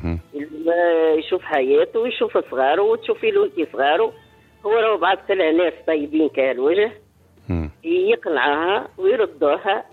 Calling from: Hammamet, Nabeul Governorate, Tunisia; من الحمامات.

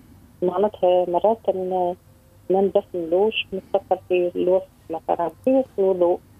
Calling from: Tunis, Tunis Governorate, Tunisia

